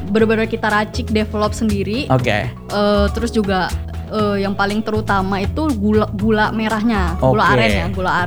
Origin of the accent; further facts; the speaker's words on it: Jambi, Indonesia; born there; Iya, lahirnya di Jambi.